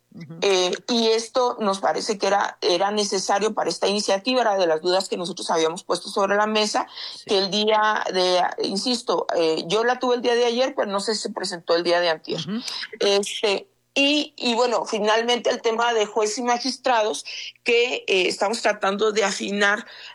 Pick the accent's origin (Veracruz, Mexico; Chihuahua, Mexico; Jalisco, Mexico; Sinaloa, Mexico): Chihuahua, Mexico; born or raised there